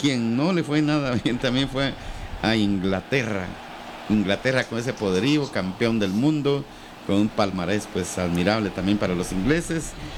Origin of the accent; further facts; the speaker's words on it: Guatemala; y lo cual nos ha faltado a nosotros como guatemaltecos, como chapines.